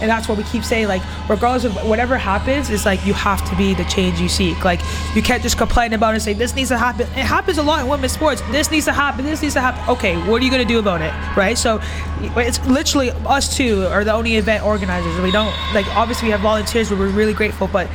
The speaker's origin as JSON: {"language": "English", "country": "Canada", "moved": "as an adult", "lives_now": "United Kingdom", "said": "So I'm originally from Canada. My dad is actually from the UK"}